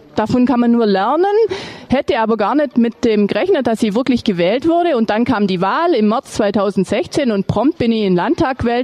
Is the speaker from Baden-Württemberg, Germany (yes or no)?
yes; Wangen im Allgäu, Baden-Württemberg, Germany; Ich komme aus Wangen im Allgäu, bin 56 Jahre alt, ich habe 2 erwachsene Kinder, ich habe 3 Enkelkinder und ich wohne in Wangen mit meinem Mann und mit dem Hund.